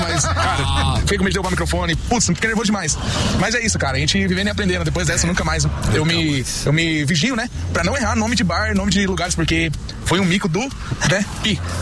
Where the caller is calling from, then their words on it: Foz do Iguaçu, Paraná, Brazil; sou de Foz do Iguaçu